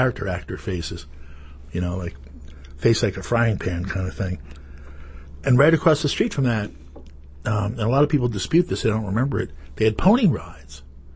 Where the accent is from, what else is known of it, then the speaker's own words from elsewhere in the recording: Kearny, New Jersey, United States; Now, I was a Hudson County boy, Kearney.